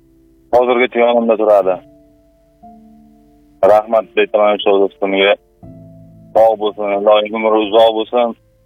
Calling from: Kokand, Fergana Region, Uzbekistan; aka, Qo'qondan.

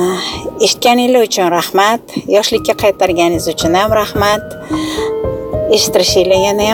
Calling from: Tashkent, Uzbekistan; Toshkentdan.

